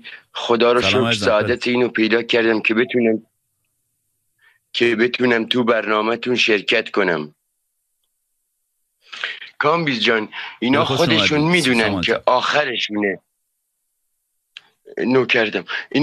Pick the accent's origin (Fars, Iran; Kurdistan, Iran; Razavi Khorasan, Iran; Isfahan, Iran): Kurdistan, Iran; Sanandaj; من اون موقع تو سنندج بودم، من بچه کردستانم، بچه سنندجم.